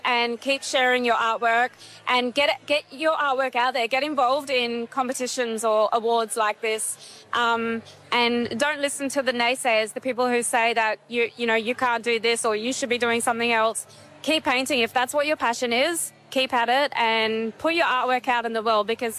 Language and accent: English; Port Hedland, Western Australia, Australia; Nyalama, Nyulnyul and Yaru woman. And … And yeah, I'm from Gariyada country, born and raised in Port Hedlands.